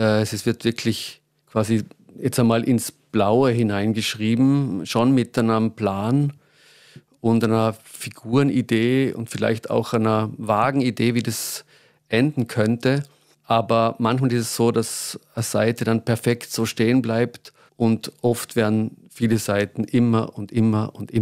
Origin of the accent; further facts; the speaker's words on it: Austria; Wenn ich das als Österreicher schreibe, hat das auch etwas Politisches.